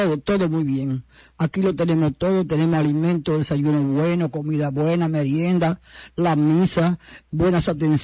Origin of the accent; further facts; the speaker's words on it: San Francisco de Macorís, Duarte, Dominican Republic; Yo soy de San Francisco de Macorís.